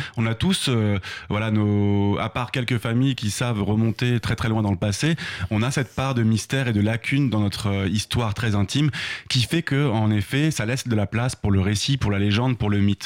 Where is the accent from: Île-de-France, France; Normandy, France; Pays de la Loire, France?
Normandy, France; born or raised there